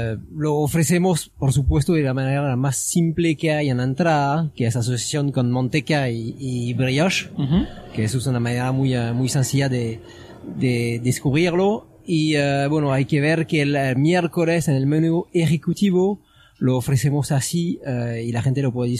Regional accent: Occitania, France; Spanish is a second language; moved away as an adult; now in Mendoza, Argentina; Sur de Francia, cerca de Toulouse.

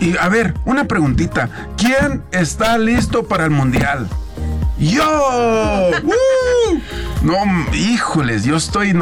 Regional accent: Guanajuato, Mexico; yo soy de Guanajuato

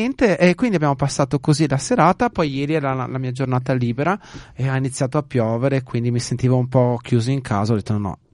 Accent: Veneto, Italy; siamo veneti

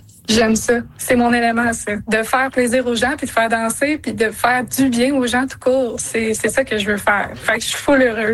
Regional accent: Mont-Joli, Quebec, Canada; now in Rivière-du-Loup, Canada; un petit village à côté de Rivière-du-Loup, dans le fond, là, pour le moment. Mais sinon, j'habite à Rivière-du-Loup, mais sinon, je suis d'origine de Montjoly. C'est de là que je viens, où est-ce que j'ai grandi. Puis c'est ça, là, je suis présentement là, dans un petit village

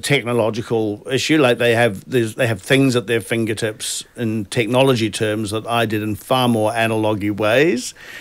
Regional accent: New Zealand; born or raised there

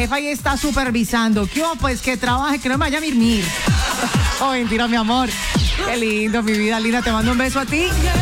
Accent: Cali, Valle del Cauca, Colombia; yo literal soy de acá

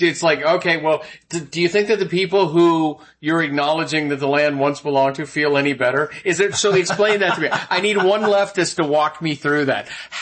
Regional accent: Southwest, United States; moved away; I'm from the Southwest where when the wind blows, we don't have trees knocking down power lines

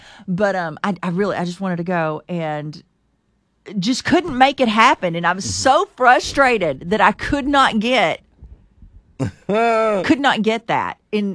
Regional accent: Texas, United States; moved away; I'm originally from Texas.

